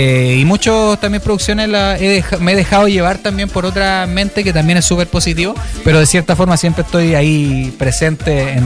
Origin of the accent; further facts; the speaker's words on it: Quilpué, Valparaíso, Chile; provengo de un barrio de Quilpué